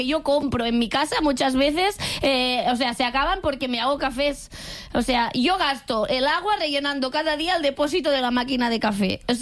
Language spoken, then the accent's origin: Spanish; Catalonia, Spain